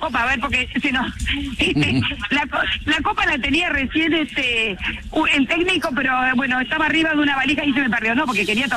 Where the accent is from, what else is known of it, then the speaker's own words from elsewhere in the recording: Argentina; Lo que hace que sabemos que somos como argentinas, todo cuesta un poquito más